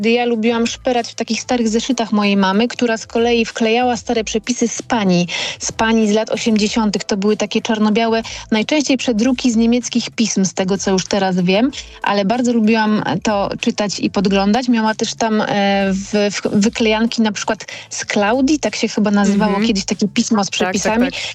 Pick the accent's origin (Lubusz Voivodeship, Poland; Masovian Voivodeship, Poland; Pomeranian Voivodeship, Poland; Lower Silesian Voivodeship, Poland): Pomeranian Voivodeship, Poland; Gdańsk; jestem z Gdańska